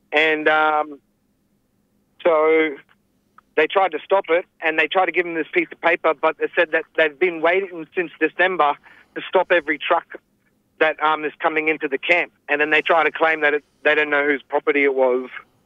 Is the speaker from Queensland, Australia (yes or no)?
yes; Queensland, Australia